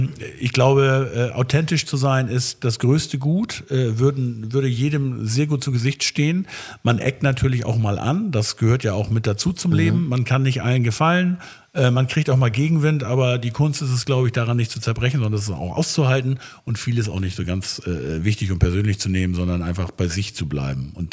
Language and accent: German; Schleswig, Schleswig-Holstein, Germany; Also in Schleswig, ich komme ja aus Schleswig, bin geborener Schleswiger, da gibt es den Verein Schleswig 06.